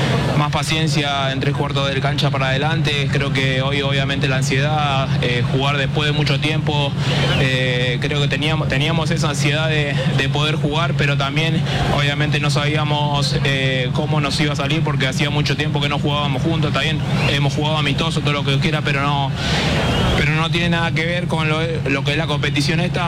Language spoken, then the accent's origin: Spanish; Argentina; como argentinos sabemos lo que es Leo para nosotros, es nuestra bandera